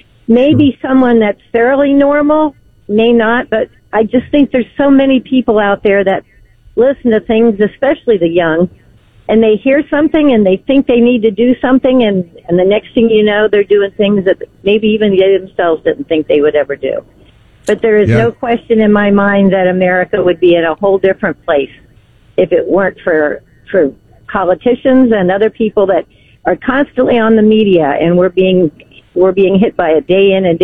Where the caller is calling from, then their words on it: Virginia, United States; it says I'm in Dallas, but I'm really in the beautiful state of Virginia.